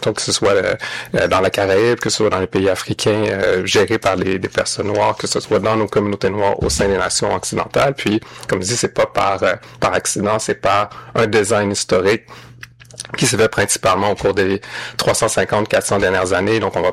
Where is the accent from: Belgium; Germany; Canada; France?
Canada; Quebec; also born or lived in Haiti; je suis d'origine haïtienne, je suis né en Haïti, mais je me suis retrouvé très tôt en orphelinat dans ma petite enfance, qui m'a amené à être parrainé puis finalement adopté par un couple de Québécois francophones